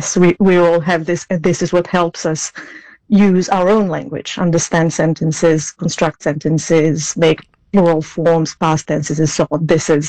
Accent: Serbia; English is a second language; now in Cambridge, United Kingdom; I'm Serbian, yes. I learned English at school from the age of 10, maybe. So I would be classed officially as a late bilingual

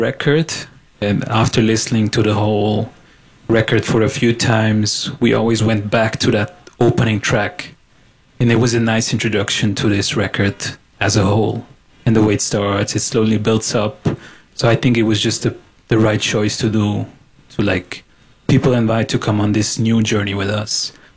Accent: Switzerland; even though we grew up in Switzerland.

